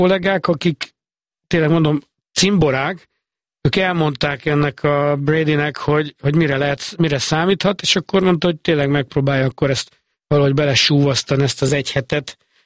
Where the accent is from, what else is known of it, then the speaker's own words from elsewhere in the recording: Hungary; Magyarországról jöttem, mert ugyanaz a melegítő van rajtam, ami rajtuk. Legfeljebb az akcentusomon érződik, hogy nekem nem tanult nyelvem.